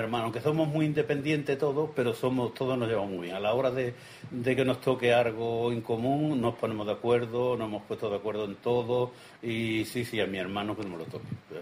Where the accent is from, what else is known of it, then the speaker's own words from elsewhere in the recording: Écija, Andalusia, Spain; born there; moved away; also born or lived in Catalonia; Yo nací en la calle Arcaza número 5, en el Picaero, en Écija, en el 54. Y bueno, y tengo 71 años, que es recién cumplido.